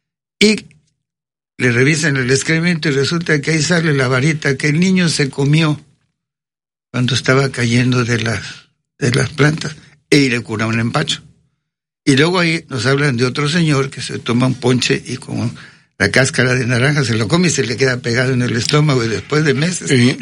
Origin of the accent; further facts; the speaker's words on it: Veracruz, Mexico; born there; Yo nací aquí en Veracruz.